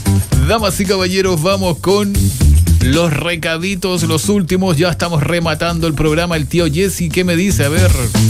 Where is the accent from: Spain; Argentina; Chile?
Chile; los chilenos no estamos tan acostumbrados como los mexicanos